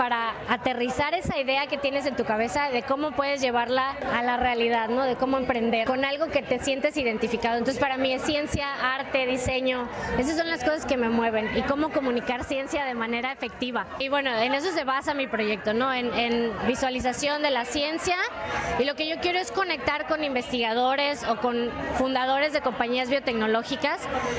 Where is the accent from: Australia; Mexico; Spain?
Mexico; soy de México.